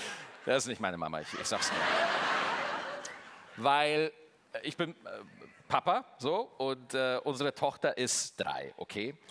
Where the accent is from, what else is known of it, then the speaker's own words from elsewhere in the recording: Bavaria, Germany; ich komme aus Niederbayern und da wird der Dialekt so vorne mit den Lippen noch so geformt.